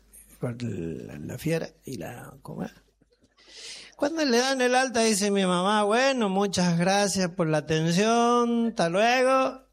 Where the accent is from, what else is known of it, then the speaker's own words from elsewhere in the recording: Maipú, Mendoza, Argentina; born there; Yo nací en Mendoza, en Maipú. Maipú, nací en... hace mucho.